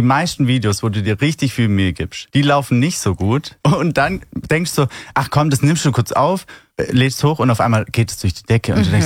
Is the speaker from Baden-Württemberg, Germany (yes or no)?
yes; Baden-Württemberg, Germany